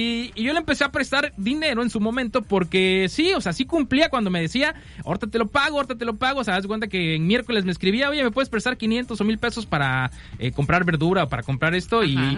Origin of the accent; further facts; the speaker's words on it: Córdoba, Veracruz, Mexico; Yo soy de Córdoba